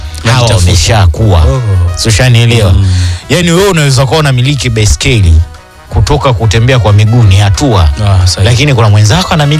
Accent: Tanzania; Ukiwa ni Mtanzania kama mimi, alafu mimi ni Mtanzania kama wewe

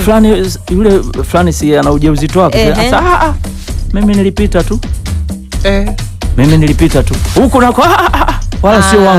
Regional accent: Tanzania; Mimi ni Mtanzania.

